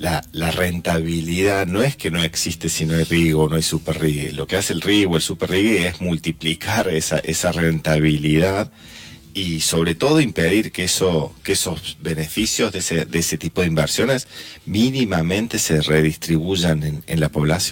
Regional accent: Argentina

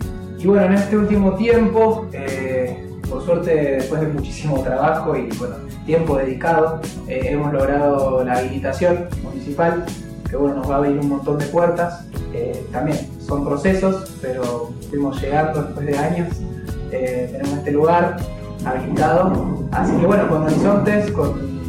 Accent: Capilla del Monte, Córdoba, Argentina; Soy nacido y criado acá en Capilla del Monte, tengo 25 años

